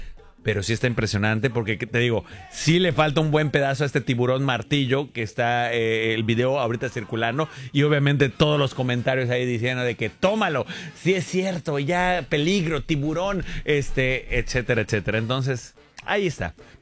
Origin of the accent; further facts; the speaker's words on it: Yucatán, Mexico; accent: Yucatecan; pescadores de aquí de Yucatán y se reconoce por nuestro bello acento de esta onda caeo, así de que usan un acento un poquito, pero palabras un poquito más folclóricas, pero y con este bello acento que nos bendijo en esta ciudad blanca.